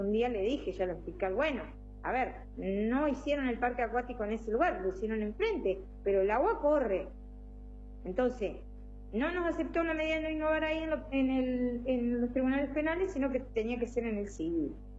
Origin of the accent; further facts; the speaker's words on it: Entre Ríos, Argentina; now in Córdoba, Argentina; yo vine hace ya, va a ser 40 años a vivir a Córdoba, yo soy de Entre Ríos.